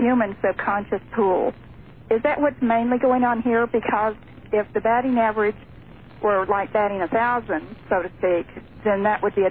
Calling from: Houston, Texas, United States; I'm calling from Houston.

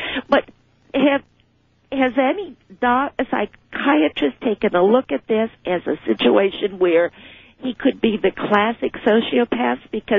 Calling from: Gainesville, Florida, United States; I'm from Gainesville, Florida

